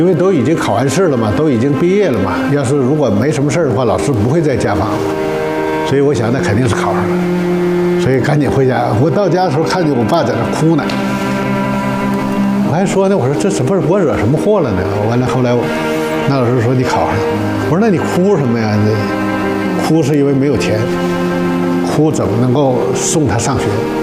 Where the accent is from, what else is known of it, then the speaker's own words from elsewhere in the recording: Yitong, Jilin, China; 我是1960年出生的，在我们吉林省义通县大沽山镇的一个乡村，祖祖辈辈都是以农业生产为生的。